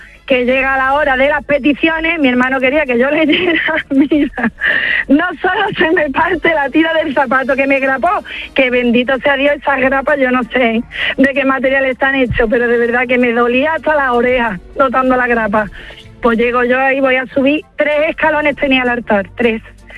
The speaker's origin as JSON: {"language": "Spanish", "town": "Huelva", "region": "Andalusia", "country": "Spain"}